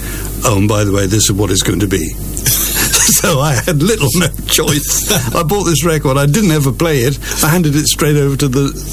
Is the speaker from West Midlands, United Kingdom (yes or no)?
yes; Ross-on-Wye, West Midlands, United Kingdom; it might have been Ross-on-Wye, I don't know, because that was my hometown